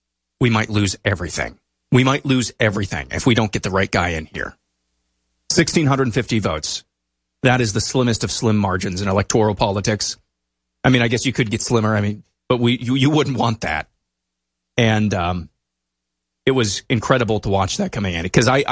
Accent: Lamoni, Iowa, United States; The town that I grew up in Iowa here, Lamoni, Iowa.

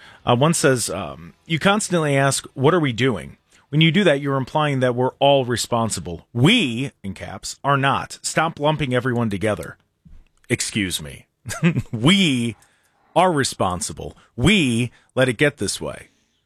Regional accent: Seville, Ohio, United States; when I was growing up in Seville, I lived in townhouses out there.

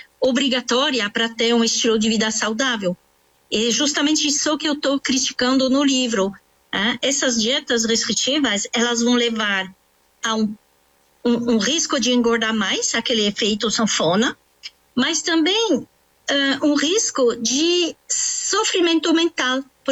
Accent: France; Portuguese is a second language; moved away as an adult; also born or lived in United States; now in Brazil; eu sou francesa, naturalizada no Brasil, agora sou brasileira, há 26 anos que eu estou no Brasil, e morei também 9 anos nos Estados Unidos.

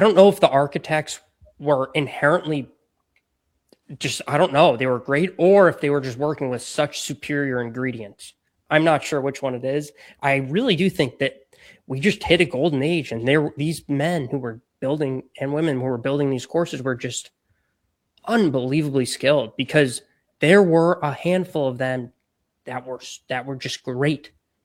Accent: Florida, United States; I grew up golfing in Florida and in the South

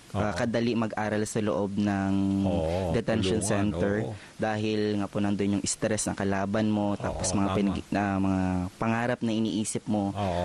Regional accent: Gloria, Oriental Mindoro, Philippines; Ako po ay taga-Gloria Oriental Mindoro po.

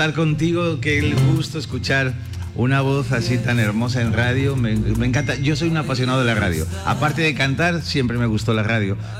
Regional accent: Madrid, Community of Madrid, Spain; born there; also born or lived in Valencia, Spain; Yo soy de Valencia, España, mediterráneo, costeño, como ustedes dirían. A la edad de 5, 6, 7 años, más o menos, aproximadamente, mi padre, que nació en Madrid, donde está el mejor equipo de fútbol del mundo, me llevó directamente a vivir a Madrid

